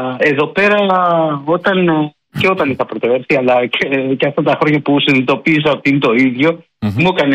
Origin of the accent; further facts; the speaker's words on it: Athens, Attica, Greece; moved away; εγώ στο κέντρο της Αθήνας μεγάλωσα